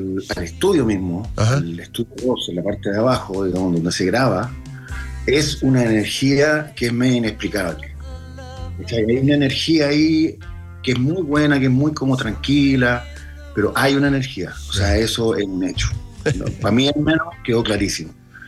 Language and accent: Spanish; Chile; no somos ni ecuatorianos, ni mexicanos, ni nada, sino que somos chilenos